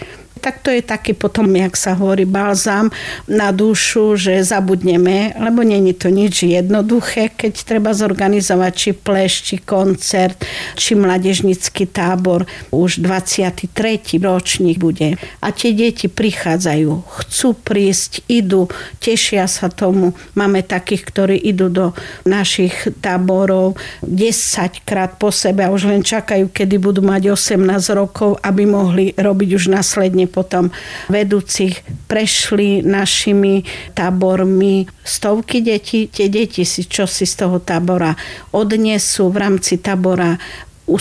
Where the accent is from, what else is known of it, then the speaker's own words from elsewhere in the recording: Pstrina, Prešov Region, Slovakia; born there; stále som pociťovala akýsi dlh voči mojej rodnej obci Pstrina